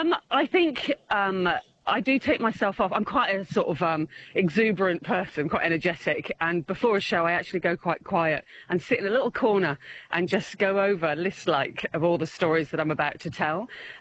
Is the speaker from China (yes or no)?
no; Bath, South West England, United Kingdom; moved away; So I'm from Bristol, Bath area.